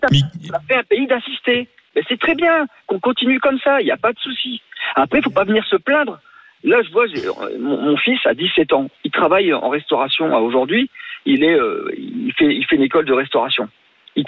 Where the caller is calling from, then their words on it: France; moi je suis français